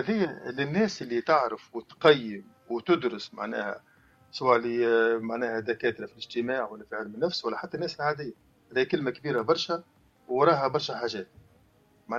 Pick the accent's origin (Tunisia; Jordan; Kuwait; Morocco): Tunisia; now in France